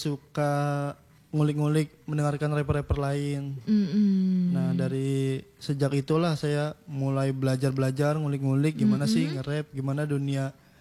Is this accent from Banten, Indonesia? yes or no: yes; South Tangerang, Banten, Indonesia; now in Bangka, Indonesia; Jadi saya ini aslinya dari Tangerang Selatan, cuma merantau ke Bangka, dan sekarang menjadi musisi Bangka, hitungannya rapper dari Bangka.